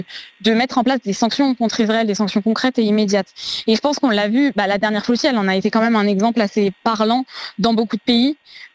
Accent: France; en tant qu'Européens et en tant que Français d'autant plus, c'est notre héritage aussi

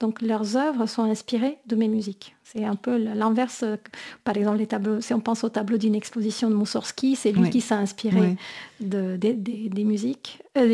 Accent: Bari, Apulia, Italy; moved away; je suis de Bari.

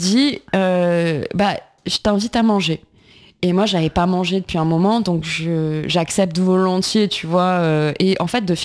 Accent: Marseille, Provence-Alpes-Côte d'Azur, France; moved away; enfin je venais de Marseille moi, donc je débarquais à Paris

